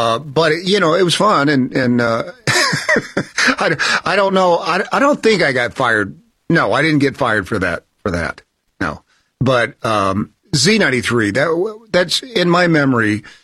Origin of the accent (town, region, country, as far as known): Knoxville, Tennessee, United States; born or raised there